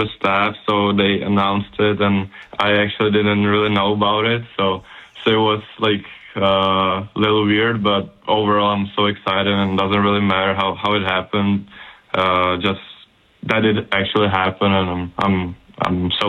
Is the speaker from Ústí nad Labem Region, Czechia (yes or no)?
yes; Litvínov, Ústí nad Labem Region, Czechia; English is a second language; we're watching it here at home in my hometown, Litvinov, in Czech Republic.